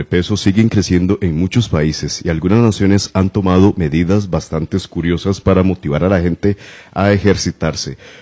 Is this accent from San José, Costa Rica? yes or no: yes; Tibás, San José, Costa Rica; yo soy de Tibás y yo vivo por la zona de Cuatro Reinas, ahí se llama la Residencia de las Rosas